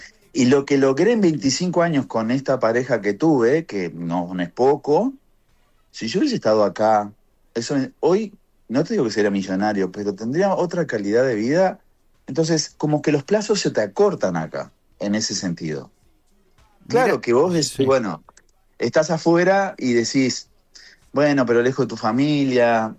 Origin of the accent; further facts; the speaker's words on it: Maldonado, Uruguay; now in Miami, United States; No es lo mismo, Punta del Este, yo soy de Maldonado. Punta del Este es una cosa, y donde yo vivía, Maldonado es otra.